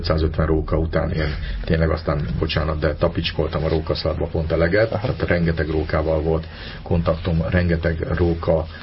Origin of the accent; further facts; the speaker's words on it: Budapest, Hungary; bár ugye én is pesti vagyok, de pontosan tudom, hogy az adott kis erdők is hogy tűnnek el.